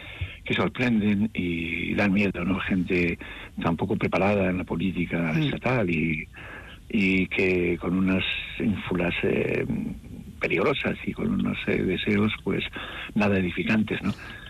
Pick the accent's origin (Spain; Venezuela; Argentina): Spain; Basque Country; El primer vasco que tuvo el premio Roma era de mi pueblo, poco conocido, Germán Landazábal. Pero la música, el chistu, bueno, tuvimos una banda chistular